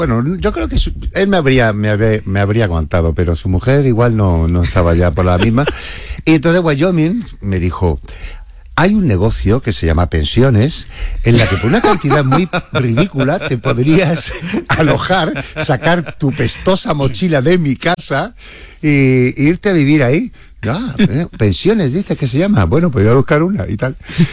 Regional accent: Cádiz, Andalusia, Spain; Pues aquí estoy en Cádiz

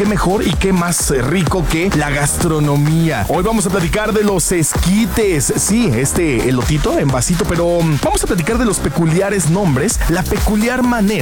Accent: Mexico; De por sí somos mexicanos y más si me ven a mí, señores, van a decir, este muchacho es 100% mexicano

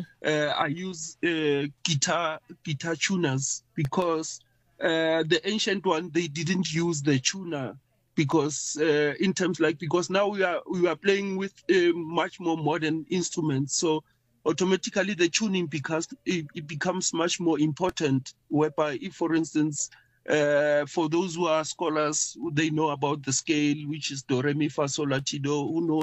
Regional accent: Soweto, Gauteng, South Africa; I'm from Soweto. I grew mm-hmm. up in Soweto

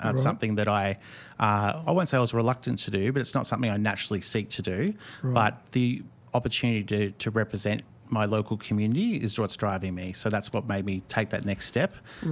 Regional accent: Bendigo, Victoria, Australia; Growing up in Bendigo

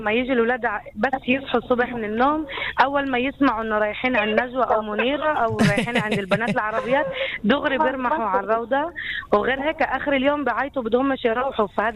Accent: Jaffa, Tel Aviv District, Israel; أنا من يافا.

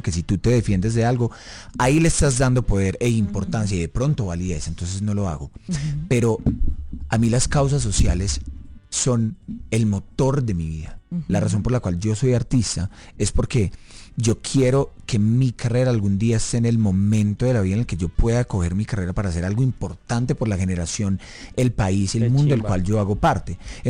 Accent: Colombia; yo al fin y al cabo soy colombiano

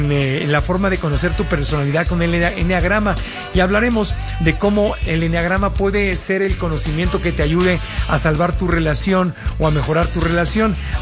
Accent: Mexico; que sigamos siendo amigos los mexicanos y los coreanos

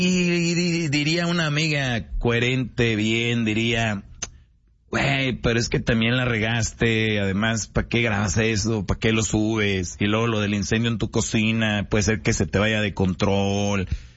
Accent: Monterrey, Nuevo León, Mexico; yo de niño en Monterrey sí jugábamos con eso, pero era nosotros iniciativa.

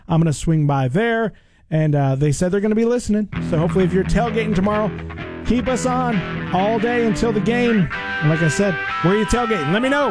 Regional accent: Detroit, Michigan, United States; Saints taking on the Detroit Lions, my hometown in Detroit at Ford Field.

